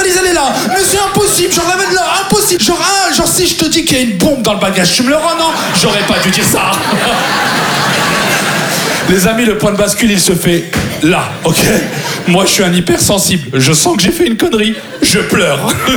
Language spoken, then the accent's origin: French; France; quand on est français à l'étranger et qu'on appelle notre ambassade, il y a un sentiment de fierté